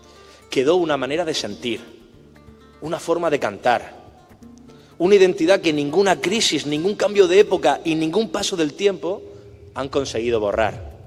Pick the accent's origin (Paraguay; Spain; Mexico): Spain; Region of Murcia; Y pocas historias explican mejor lo que somos como región de Murcia que la historia de este festival. Porque nuestra tierra siempre ha sabido convertir las dificultades en oportunidades.